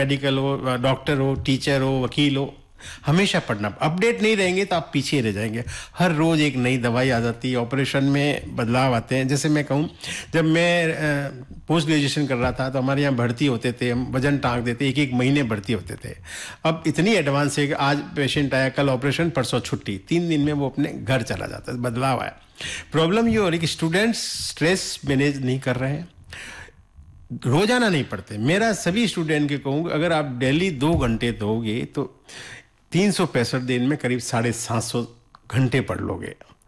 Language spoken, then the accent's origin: Hindi; Jodhpur, Rajasthan, India; born there; मेरा जन्म भी जोधपुर में हुआ